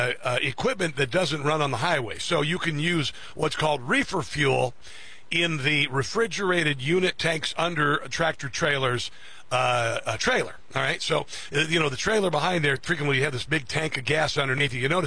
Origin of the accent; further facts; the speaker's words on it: Midwest, United States; I'm from the Midwest, the heartland. I've actually helped harvest. I've shelled corn.